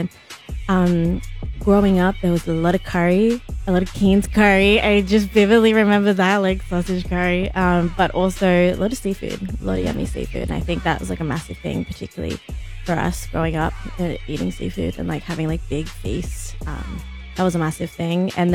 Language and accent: English; Sydney, New South Wales, Australia; I grew up in Sydney. I'm from the southwest. Mm-hmm. … Grew up in Panania, so Darug country.